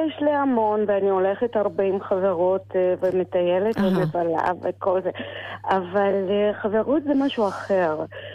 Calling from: Netanya, Central District, Israel; אני אלמנה מנתניה, בת 61.

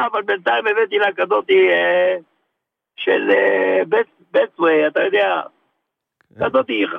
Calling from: Rishon LeZion, Central District, Israel; אני מראשון לציון, ליד בת ים.

